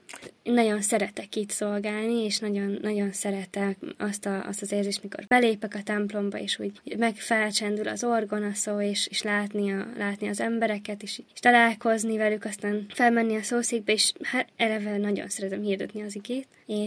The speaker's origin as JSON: {"language": "Hungarian", "town": "Oroszi", "region": "Zakarpattia Oblast", "country": "Ukraine", "tie": "born or raised there", "said": "Orosziban születtem, és ott nőttem fel"}